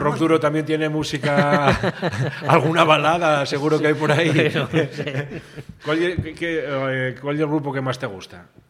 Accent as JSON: {"language": "Spanish", "town": "Valladolid", "region": "Castile and León", "country": "Spain", "said": "Oye, que soy de Valladolid."}